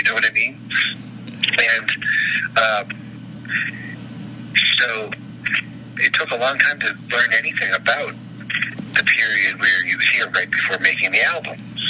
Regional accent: Boston, Massachusetts, United States; like you said, I'm here from Boston

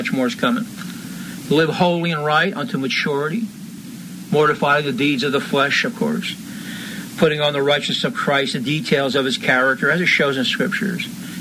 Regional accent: Bethlehem, Pennsylvania, United States; I'm from Bethlehem, Pennsylvania

